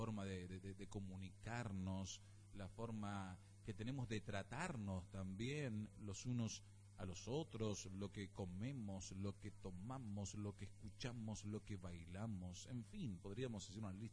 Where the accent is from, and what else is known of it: Argentina